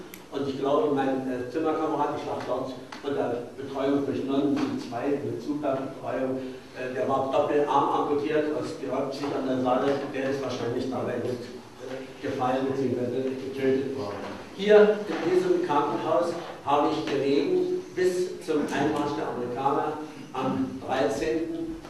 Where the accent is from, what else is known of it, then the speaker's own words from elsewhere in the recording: Königsberg, Kaliningrad Oblast, Russia; Ich hatte 1943 in Königsberg, meiner Heimatstadt, das Abitur gemacht